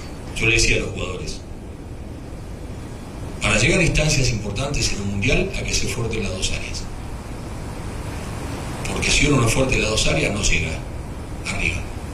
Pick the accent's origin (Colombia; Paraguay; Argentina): Paraguay; Sin que eso signifique perder de vista que somos paraguayos.